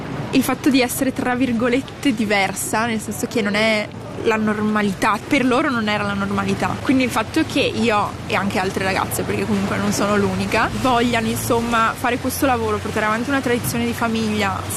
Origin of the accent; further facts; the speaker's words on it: Venice, Veneto, Italy; ho 22 anni e sono nata a Venezia, cresciuta a Venezia.